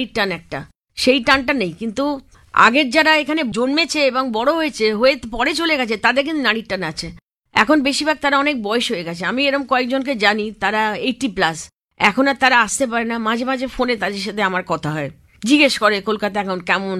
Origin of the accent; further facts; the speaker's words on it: India; এবং আমি যেহেতু ভারতীয়